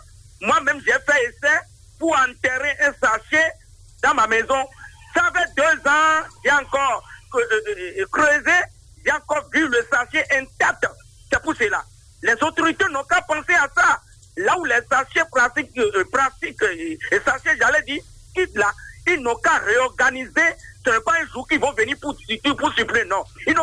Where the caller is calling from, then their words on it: Benin; Je vous appelle depuis Digué.